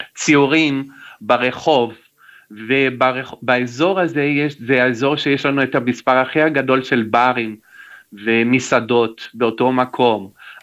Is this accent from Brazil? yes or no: yes; Brazil; born there; Hebrew is a second language; also born or lived in Israel; אני נולדתי בברזיל, כששניהם הגיעו לברזיל, כשהייתי בן 4, מ-4 עד 6 גרתי בישראל, והעברית נשארה טוב לי.